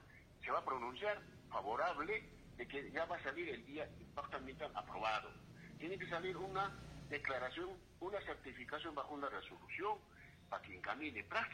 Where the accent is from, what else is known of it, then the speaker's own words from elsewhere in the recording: Peru; yo soy del lugar. Yo soy del distrito de Cutulape, del centro poblado Chimbo.